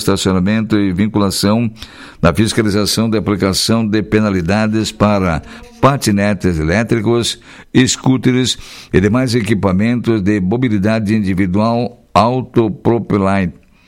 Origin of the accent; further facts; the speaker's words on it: Esmeralda, Rio Grande do Sul, Brazil; moved away; Um abraço para minha terra Esmeralda